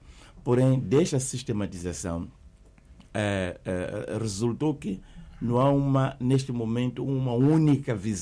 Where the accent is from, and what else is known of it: Mozambique